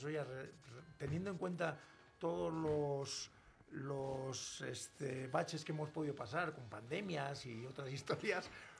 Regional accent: Spain; De hecho, fíjate, me iba a traer mi pasaporte porque ya se me olvida que soy español a veces.

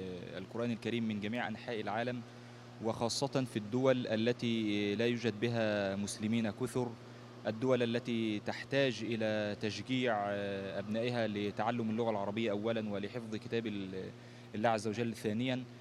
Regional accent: Egypt; now in Mexico; أنا من مصر

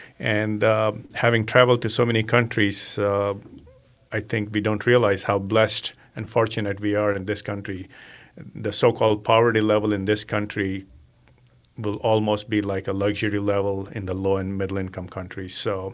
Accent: India; moved away as an adult; I grew up in India and started volunteering when I was very young

